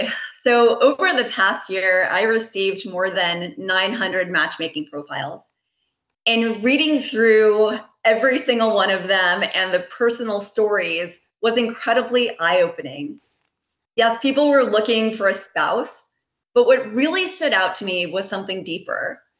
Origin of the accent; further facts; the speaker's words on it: Manhattan, New York, United States; also born or lived in California / Ohio / Connecticut; now in Florida, United States; So I'm from Manhattan originally. I've lived in California, Ohio, Connecticut, and now I actually live in Florida.